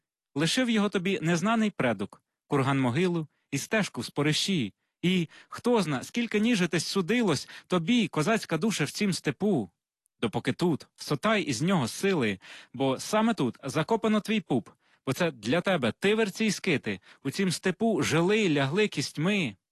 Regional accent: Mykolaiv Oblast, Ukraine; born there; Так як я народився на Миколаївщині, от, і це дуже край пістрявий стосовно різних племен, сарматів, скіфів, готів, гунів, там козаки потім

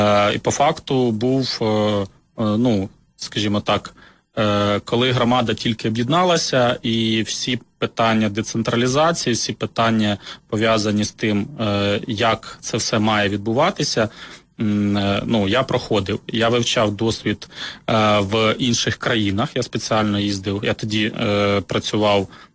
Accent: Mykolaiv Oblast, Ukraine; also born or lived in Hlukhiv, Sumy Oblast; Потім батьки мої переїхали на Миколаївщину, в село, де вся батькова родина, де мій батько народився. Там народилися мої брат і сестра. Але це північна частина Миколаївщини.

